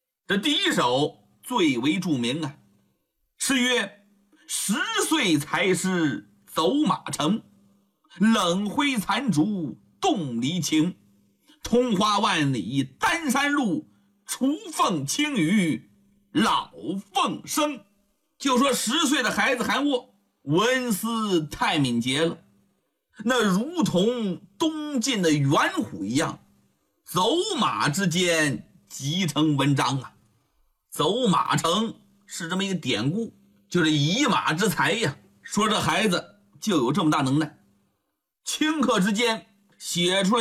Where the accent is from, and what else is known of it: China